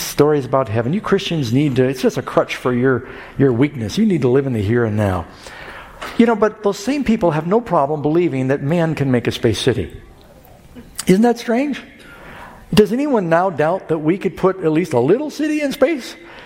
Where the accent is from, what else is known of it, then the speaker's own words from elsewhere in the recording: New York City, New York, United States; also born or lived in Los Angeles / Miami; I was born in Los Angeles, millions of people down there. I don't know how many now. And Mom moved to New York, grew up in New York City, another big city.